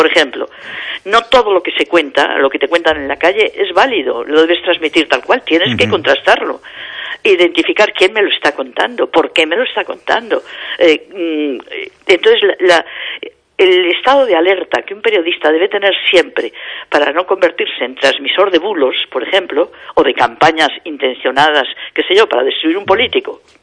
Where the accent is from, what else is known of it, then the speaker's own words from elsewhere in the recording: Spain; lo que yo esperaría como española